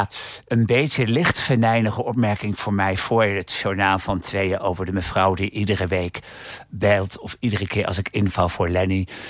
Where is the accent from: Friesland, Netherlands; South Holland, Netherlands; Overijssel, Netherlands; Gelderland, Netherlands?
Overijssel, Netherlands; Deventer; En ik kom uit Deventer, 's ochtends om 6:15 opgestaan.